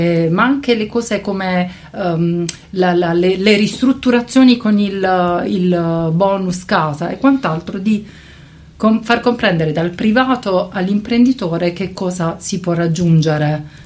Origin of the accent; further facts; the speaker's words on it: Apulia, Italy; soprattutto in Puglia, perché noi siamo pugliesi, però lavoriamo in tutto il territorio italiano.